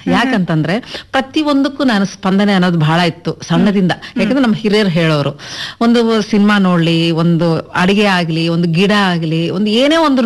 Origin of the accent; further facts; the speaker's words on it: Madanapalle, Andhra Pradesh, India; first language Telugu; Kannada is a second language; moved away as an adult; now in Karnataka, India; ಮದನಪಲ್ಲಿ ಅಂತ ತಿರುಪತಿ ಹತ್ರ ಆಂಧ್ರ. ಆಕ್ಚುಲ್ ಆಗಿ ನನಗೆ ಮದುವೆ ನಂತರ ನಾನು ಕನ್ನಡ ಮಾತಾಡೋದಾಗ್ಲಿ ಬರೆಯೋದಾಗ್ಲಿ ಎಲ್ಲಾನು ನಾನು ಕನ್ನಡ ನನ್ನ ಮಗಳಿಗೋಸ್ಕರ ಕಲ್ತಿದ್ದು ಮೇಡಮ್ ಬರೆಯೋದು ಅಂತ.